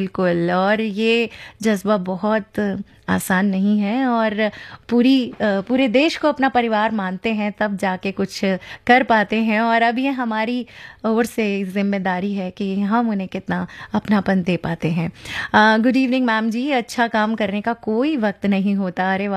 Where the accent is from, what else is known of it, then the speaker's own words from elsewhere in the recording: Amravati, Maharashtra, India; अमरावती से हूँ और जुड़ी रहती हूँ एफएम रेनबो से